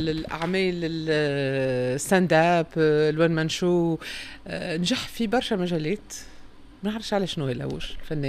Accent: Tunisia; أهلا وسهلا بكل مستمعينا من مكان داخل تونس أو خارج حدود وطننا العزيز.

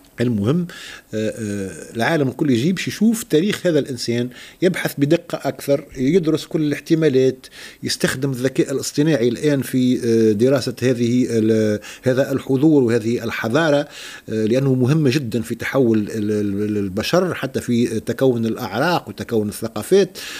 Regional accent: Tunisia; عندنا في تونس

